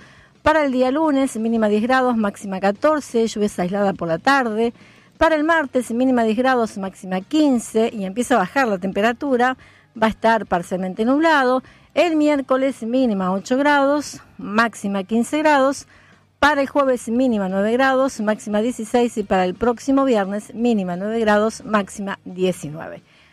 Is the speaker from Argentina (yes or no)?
yes; Argentina; nosotros como sociedad argentina estamos y vivimos en crisis